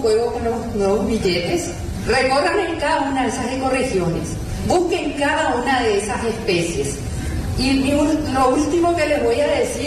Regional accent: Paraguay

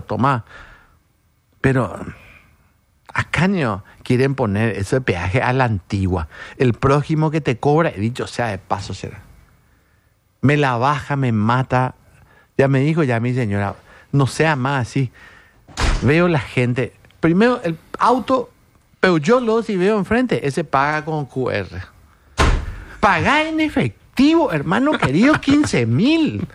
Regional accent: Asunción, Paraguay; born or raised there; also born or lived in Ñemby

